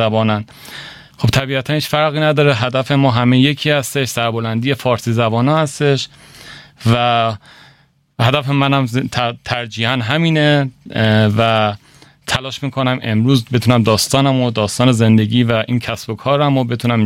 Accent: Tehran, Tehran Province, Iran; now in Germany; من در واقع اصلیتم از ایران هستش، شهر خوب قشنگ تهران،

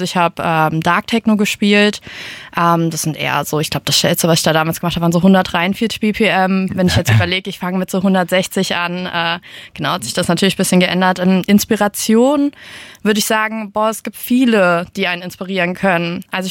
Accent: Hesse, Germany; Tatsächlich bin ich im Hintertaunus aufgewachsen. Ist eher so ein bisschen ländlicher, dörflicher Bereich. Und da gibt's halt keine Clubszene.

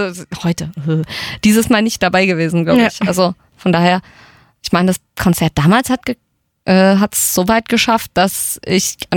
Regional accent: Gelnhausen, Hesse, Germany; born or raised there

